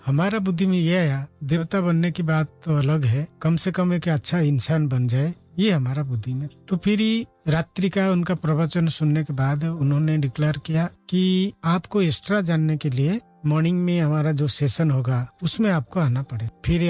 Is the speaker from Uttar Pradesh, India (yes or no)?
no; Cuttack district, Odisha, India; now in Shantivan, Rajasthan, India; ये हमारा जन्म स्थान जो ब्रह्मपुरा गांव है जी